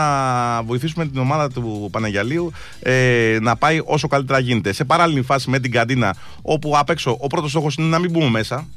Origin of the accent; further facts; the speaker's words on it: Aigio, West Greece, Greece; born there; moved away; επειδή με βλέπετε που κατεβαίνω στην πατρίδα μου στο Αίγιο κάτω, και με ρωτάτε